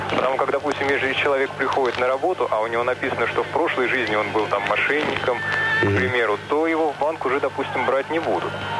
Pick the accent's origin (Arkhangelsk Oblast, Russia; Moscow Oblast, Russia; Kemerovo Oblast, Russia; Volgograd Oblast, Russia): Volgograd Oblast, Russia; Volgograd; Мы вот недавно к вам подключены, я из Волгограда сам.